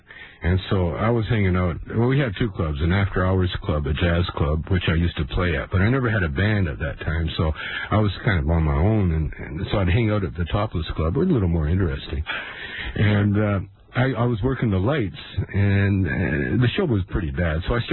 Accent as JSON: {"language": "English", "country": "Canada", "said": "I'm Canadian."}